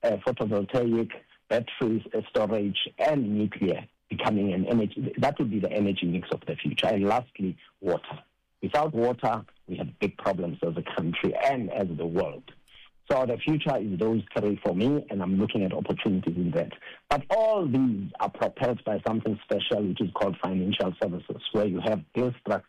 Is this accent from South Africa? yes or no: yes; South Africa; I come from Guatemala. I was raised in Guatemala, and I grew up in the streets of Guatemala